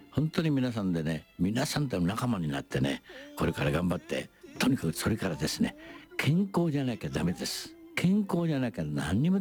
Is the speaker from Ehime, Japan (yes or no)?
yes; Ehime, Japan; born there; 愛媛県生まれですから